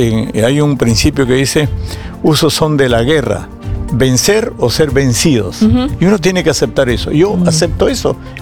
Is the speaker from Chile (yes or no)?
no; Andes, Peru; moved away; Yo he estudiado en un colegio público, he estudiado en la universidad pública. Vengo del Ande